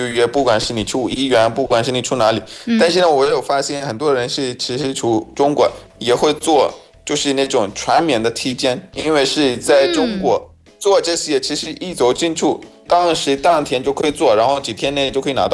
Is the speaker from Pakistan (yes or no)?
yes; Pakistan; Chinese is a second language; 感谢大家收听，